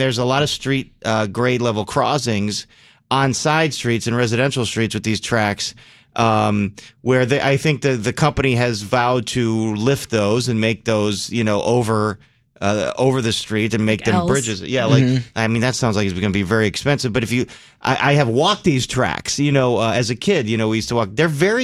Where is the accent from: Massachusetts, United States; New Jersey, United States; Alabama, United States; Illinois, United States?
Illinois, United States; River Forest; So I grew up in River Forest